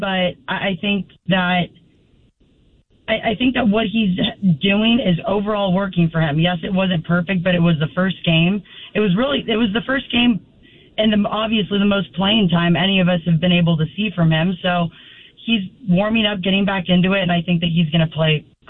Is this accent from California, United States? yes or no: yes; California, United States; now in Las Vegas, United States; growing up in California